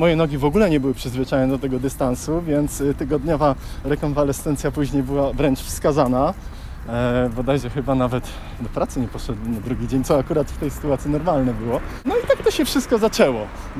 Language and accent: Polish; Łódź, Łódź Voivodeship, Poland; mam 36 lat, urodziłem się w Łodzi, od zawsze mieszkam w Łodzi. Były to różne rewiry, początkowo Dąbrowa w ramach dzielnicy górnej. Obecnie mieszkam na Bałutach od roku czasu z moją ukochaną narzeczoną.